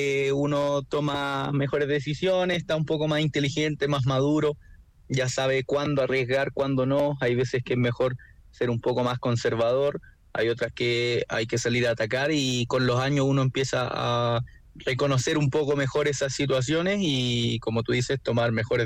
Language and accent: Spanish; Chile